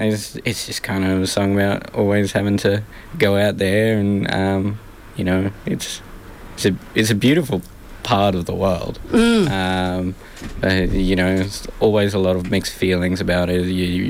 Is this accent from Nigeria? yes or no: no; Roma, Queensland, Australia; moved away; I grew up in Roma. And that's Man and Dangy country.